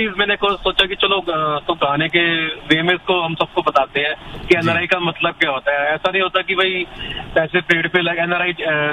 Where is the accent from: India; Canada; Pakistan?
Canada; ਮੈਂ ਇੱਧਰ ਬੇਸਿਕਲੀ ਮੈਂ ਕੈਨੇਡਾ ਦਾ, ਮੈਂ ਬੇਸਿਕਲੀ ਫੂਡ ਬਲੌਗਰ ਹੈਗਾ